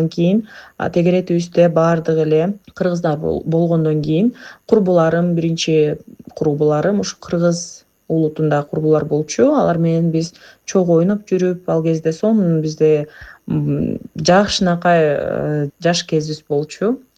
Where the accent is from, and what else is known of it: Kyzyl-Adyr, Talas Region, Kyrgyzstan; born or raised there